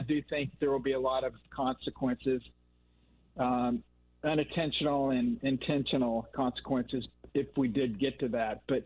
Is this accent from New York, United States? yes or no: no; Oklahoma, United States; I grew up in Oklahoma